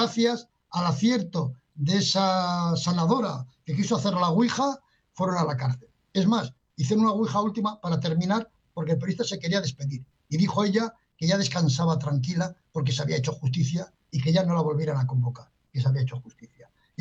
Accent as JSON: {"language": "Spanish", "town": "Pamplona", "region": "Navarre", "country": "Spain", "said": "un día, precisamente volviendo a mi tierra en Pamplona"}